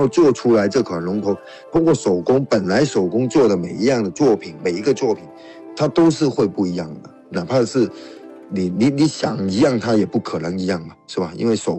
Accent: Guangzhou, Guangdong, China; 因为我们广州这边的龙舟呢是在一些狭窄的河冲里面去划

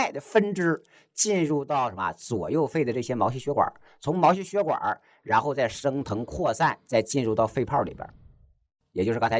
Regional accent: China; 你看我们中国人喜欢用个词儿叫什么，叫气绝身亡，

